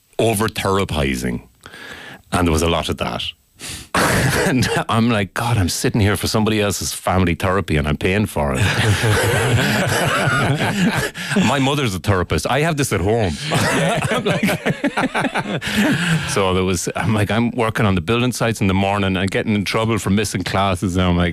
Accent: Ireland; but I was a foreign student or whatever because I'm Irish.

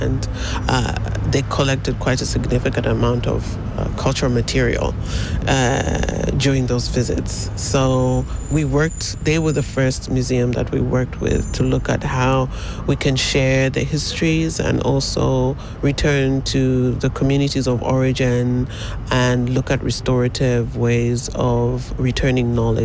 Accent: Zambia; I'm from Zambia.

